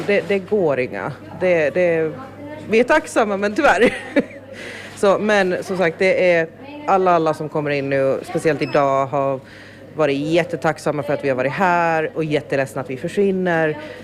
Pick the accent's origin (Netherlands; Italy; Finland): Finland; Åland; also born or lived in Sweden; ju bara 11 månader när vi flyttade tillbaka till Åland från Sverige. Och... Så jag har ju växt upp här i huset.